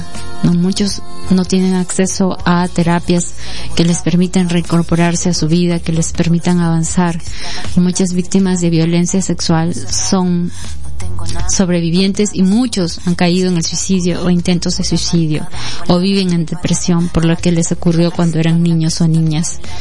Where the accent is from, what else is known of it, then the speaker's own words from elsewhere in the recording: Peru; como ciudadanos peruanas y peruanos también los tenemos